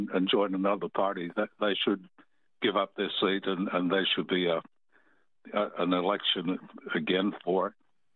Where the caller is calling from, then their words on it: Bribie Island, Queensland, Australia; I'm from Bribey Island.